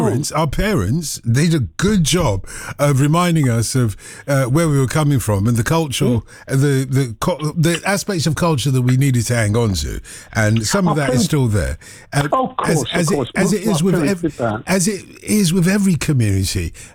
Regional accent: Nigeria; Of course, I'm Nigerian.

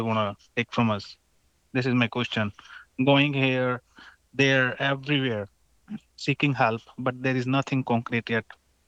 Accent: India; I'm Indian, yeah.

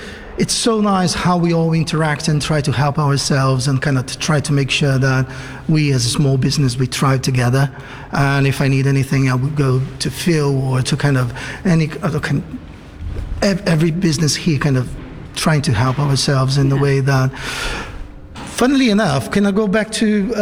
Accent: Brazil; also born or lived in Italy; So I was born in Brazil, Italian parents, did loads of Brazil, Italy, Italy, Brazil in my life when I was a kid. And yeah, I'm Braz Italian

